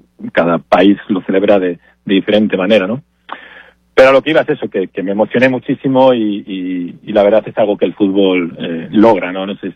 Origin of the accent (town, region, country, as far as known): Spain; moved away